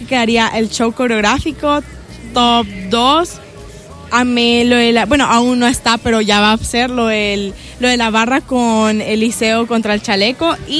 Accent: El Salvador; Como buena salvadoreña, yo prefiero las pupusas.

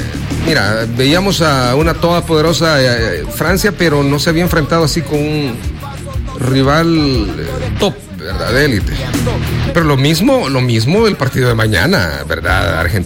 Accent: El Salvador; yo al final soy salvadoreño

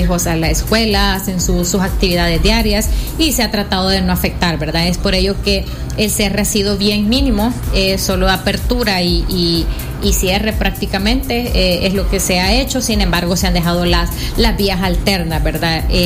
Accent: El Salvador

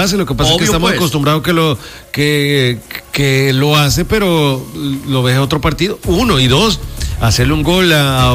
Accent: El Salvador; vivimos muchos partidos en los que uno como salvadoreño se tiene que rebuscar

